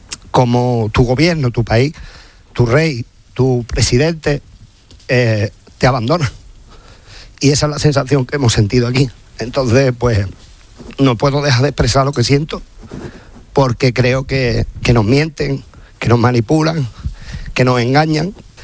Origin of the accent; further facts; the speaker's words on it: Ceuta, Spain; soy hijo de Ceuta, hijo de una persona que vino en el año después de la guerra a buscarse la vida aquí, donde nació mi padre, nací yo